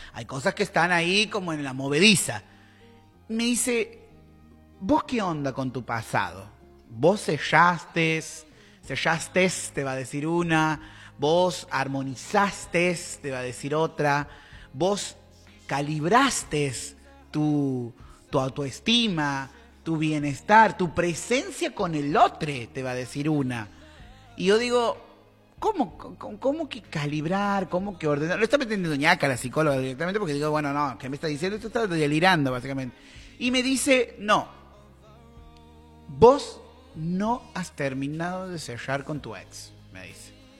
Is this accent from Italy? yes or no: no; El Salvador; Soy guanaca